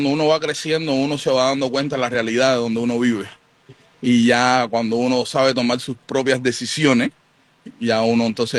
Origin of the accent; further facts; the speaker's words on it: Cuba; moved away as an adult; now in United States; yo nací en ese comunismo